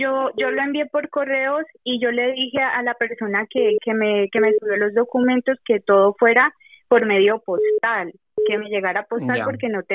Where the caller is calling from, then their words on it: Madrid, Community of Madrid, Spain; me comunico desde Madrid.